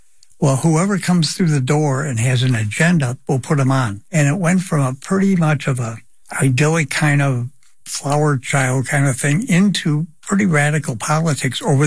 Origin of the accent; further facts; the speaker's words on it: Whitefish Bay, Wisconsin, United States; also born or lived in Oklahoma; No complaints growing up in Whitefish Bay.